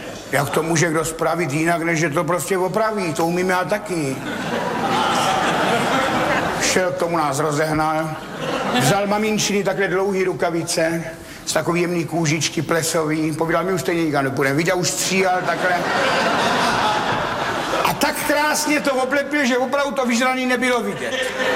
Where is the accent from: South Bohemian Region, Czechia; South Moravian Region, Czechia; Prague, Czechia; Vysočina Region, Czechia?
South Moravian Region, Czechia; Ivančice; já jsem z Ivančic